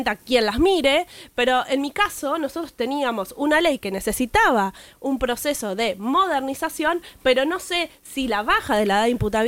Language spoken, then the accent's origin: Spanish; Argentina